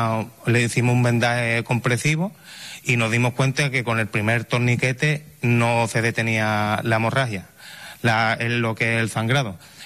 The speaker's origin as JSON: {"language": "Spanish", "town": "Setenil de las Bodegas", "region": "Andalusia", "country": "Spain", "moved": "as an adult", "lives_now": "Ceuta, Spain", "said": "Yo soy de CETENIS de la Bodega."}